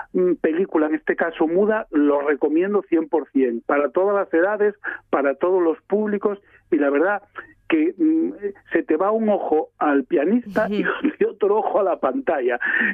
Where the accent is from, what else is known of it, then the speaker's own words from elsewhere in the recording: Asturias, Spain; Bueno, porque somos asturianos, por supuesto